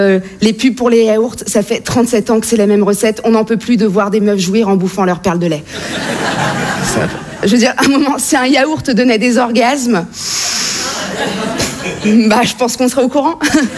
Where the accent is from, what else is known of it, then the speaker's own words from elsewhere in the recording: France; on est français, on peut s'enorgueillir un peu, on est la grande nation de la gastronomie.